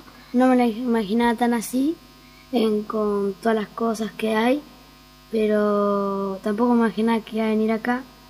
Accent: Cutral Có, Neuquén, Argentina; born there

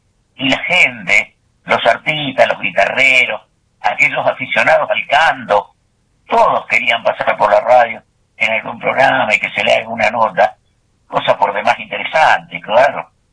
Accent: Ingeniero Jacobacci, Río Negro, Argentina; now in San Carlos de Bariloche, Argentina; Tuve la suerte de criarme en Jacobacci, porque yo no nací en Jacobacci. Yo nací acá en San Carlos de Bariloche.

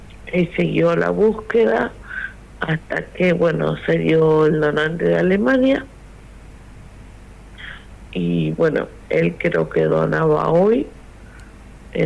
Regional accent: Puerto Deseado, Santa Cruz, Argentina; now in Buenos Aires, Argentina; La verdad que sí, porque nosotros ahora en este momento estamos en Buenos Aires, nosotros somos de Puerto Deseado.

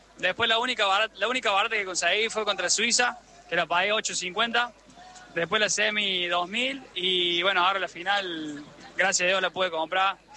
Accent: Colonia Tirolesa, Córdoba, Argentina; soy de Colonia Tirolesa, Córdoba.

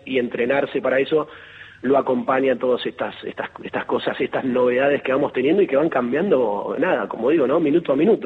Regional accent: Argentina; nosotros como argentinos o los mismos los atletas argentinos

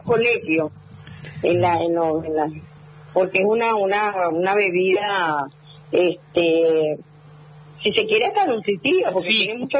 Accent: Venezuela; now in Bahía Blanca, Argentina; somos casi 300 venezolanos en este grupo de WhatsApp, acá en Bahía.

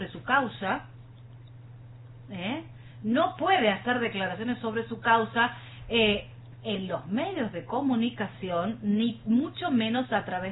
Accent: Argentina; todos los hermosísimos momentos que nos has hecho pasar como argentinos

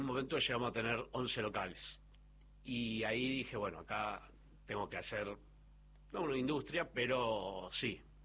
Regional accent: Argentina; Y porque somos argentinos.

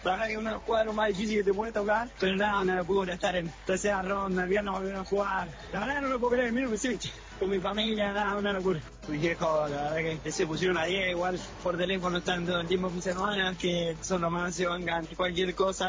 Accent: Argentina; vivir esto en este ambiente como argentino.

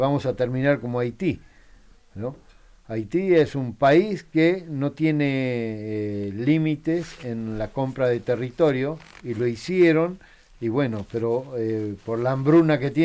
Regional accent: Argentina; Por eso es la convocatoria, como cualquier argentino, ¿no?

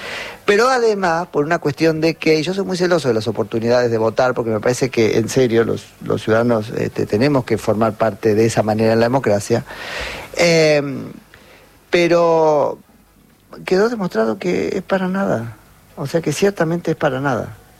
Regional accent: Argentina; pagamos carísimo como argentinos

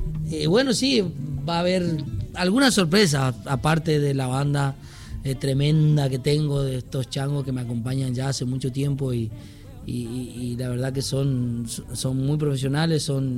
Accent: Gran Guardia, Formosa, Argentina; yo nací en Formosa Capital, pero me crié en Gran Guardia, que es mi pueblito ahí cerquita. Ahí en realidad aprendí más a andar por la vida, aprender a mis primeros pasos

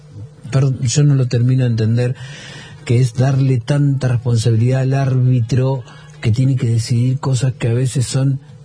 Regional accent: Argentina; si somos argentinos

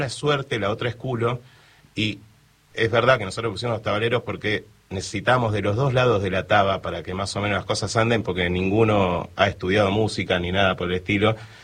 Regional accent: Buenos Aires, Argentina; nosotros somos porteños, y pese a que tenemos sangre provinciana, por ejemplo, mis viejos son de Tucumán, nosotros somos porteños, nosotros nos criamos acá.

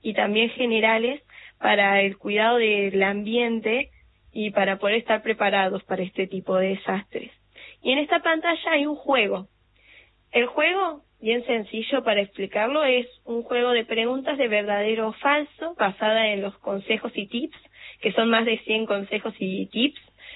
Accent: Villa Carlos Paz, Córdoba, Argentina; yo soy de Carlos Paz y vivo muy cerca de lo que sería la ruta Córdoba. Entonces, veo muy, muy de cerca los incendios forestales desde que soy muy chiquita.

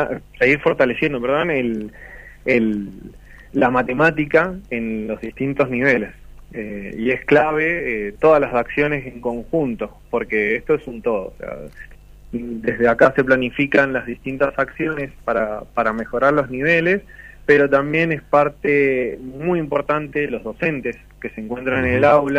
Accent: Argentina; como argentinos nos atraviesa completamente

